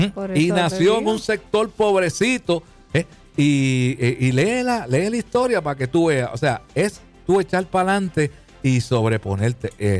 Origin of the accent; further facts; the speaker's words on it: Río Grande, Puerto Rico; also born or lived in Fajardo; pues yo soy de Río Grande, nací en Fajardo y he vivido en diferentes sitios del área este de Puerto Rico